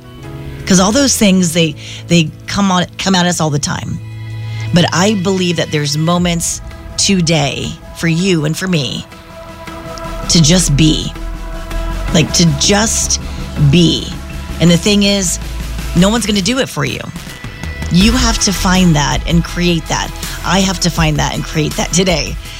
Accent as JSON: {"language": "English", "region": "Florida", "country": "United States", "tie": "born or raised there", "said": "I grew up in Central Florida"}